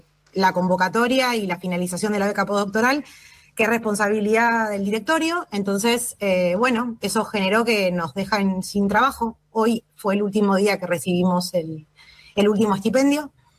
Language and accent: Spanish; Argentina